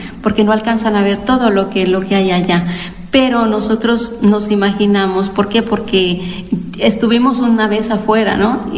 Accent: Mexico; moved away as an adult; now in Montijo, Spain

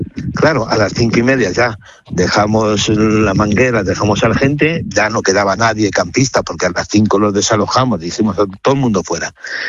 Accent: Casillas, Castile and León, Spain; yo soy de Casillas, un pueblo aquí al lado, y empecé a apagar fuego con 10 años.

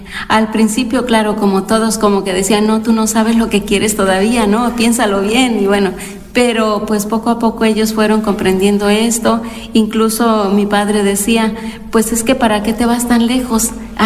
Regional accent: Mexico; moved away as an adult; now in Montijo, Spain

